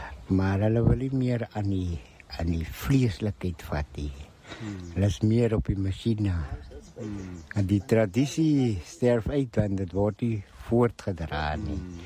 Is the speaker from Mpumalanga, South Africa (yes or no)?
no; Lambert's Bay, Western Cape, South Africa; Ek is van Lambert's Bay.